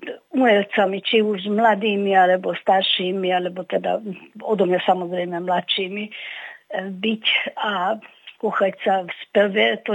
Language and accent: Slovak; Hungary; Od nás z Maďarska